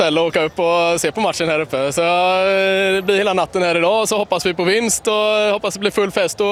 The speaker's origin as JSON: {"language": "Swedish", "town": "Gothenburg", "region": "Västra Götaland County", "country": "Sweden", "tie": "born or raised there", "also_born_or_lived": "Norway", "accent": "Gothenburg dialect (göteborgska)", "said": "Ja, men jag är från Norge egentligen. Och så har jag flyttat ner, men jag har bott hela livet i Göteborg."}